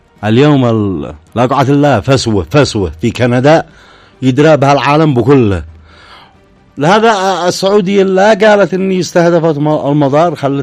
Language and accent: Arabic; Yemen; على بلادنا اليمن